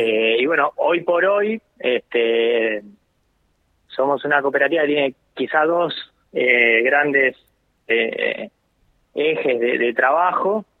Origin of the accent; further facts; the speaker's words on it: Junín, Buenos Aires Province, Argentina; Bueno, nosotros somos de Junín, provincia de Buenos Aires.